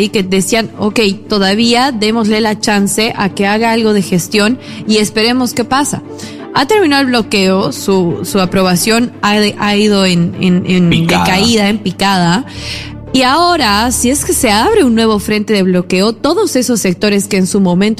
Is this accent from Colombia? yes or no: no; Cochabamba, Bolivia; Vengo desde Cochabamba.